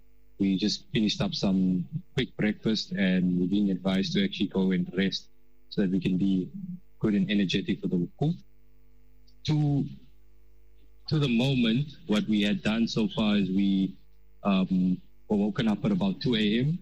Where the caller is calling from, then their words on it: Johannesburg, Gauteng, South Africa; So I'm from Johannesburg, and alhamdulillah